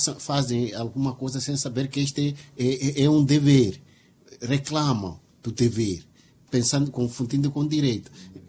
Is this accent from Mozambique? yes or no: yes; Mozambique